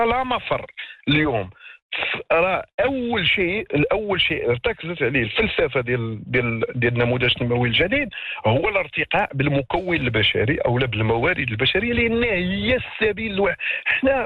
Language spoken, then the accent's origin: Arabic; Morocco; أكبر مصنع كاين عندنا في المغرب